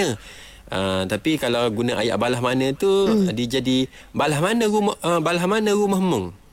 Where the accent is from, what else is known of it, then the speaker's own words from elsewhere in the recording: Terengganu, Malaysia; Biasa kalau saya orang Terengganu ni, kalau saya lah, saya guna balah mana ni untuk contoh ayat dia.